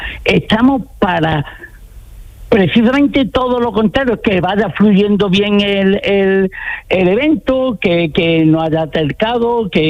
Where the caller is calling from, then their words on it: Andalusia, Spain; Estoy en la Costa del Sol.